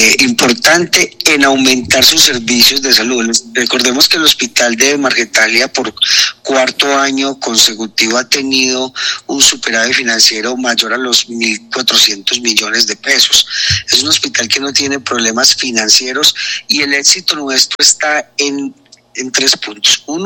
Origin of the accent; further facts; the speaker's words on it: Samaná, Caldas, Colombia; Yo soy samaneño.